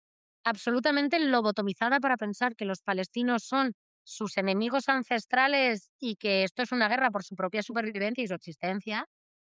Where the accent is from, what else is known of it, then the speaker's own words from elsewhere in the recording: Spain; yo soy blanca, soy española, o sea, yo no soy de Hamás.